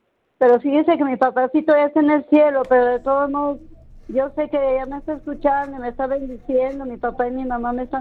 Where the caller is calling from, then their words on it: Ojo Caliente, Mexico; Somos de Ojo Caliente